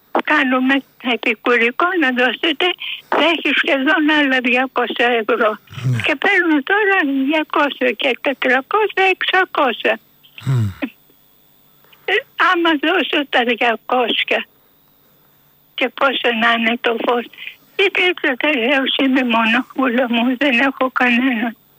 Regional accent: Karditsa, Thessaly, Greece; Να πάω στην πατρίδα μου, στην Καρδίτσα, να φύγω από εκεί. Που είναι εκεί οι γονείς μου, να πάω στα αδέλφια μου.

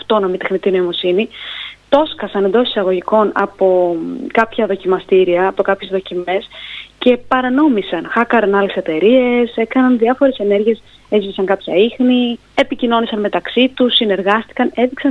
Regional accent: Veria, Central Macedonia, Greece; εγώ είμαι από τη Βέρεια

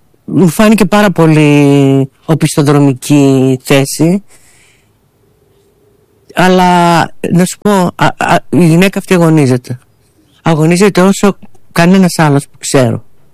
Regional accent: Greece; νιώθα περήφανη που είμαι Ελληνίδα.

